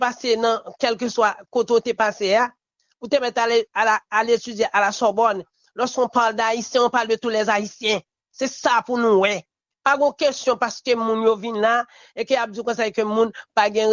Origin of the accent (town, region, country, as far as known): Haiti